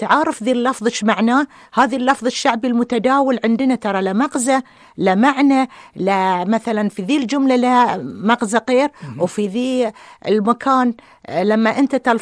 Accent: Bahrain; accent: Bahraini; استخدمت اللهجة البحرينية اللي انتداولها

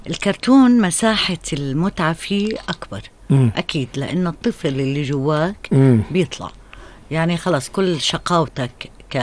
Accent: Jordan; إحنا مش مطلعين عليها بالأردن إلا من خلال أعمال دبلاج

